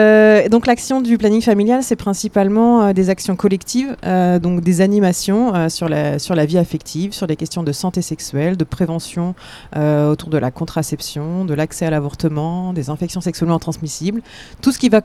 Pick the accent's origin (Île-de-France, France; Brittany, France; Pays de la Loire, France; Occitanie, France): Pays de la Loire, France; Mayenne; moi je suis mayennaise, j'habite en Mayenne et j'ai été embauchée pour être la salariée qui agit en Mayenne.